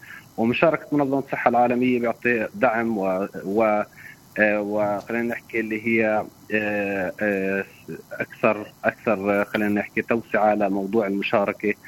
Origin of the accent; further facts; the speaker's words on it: Palestine; عندنا في فلسطين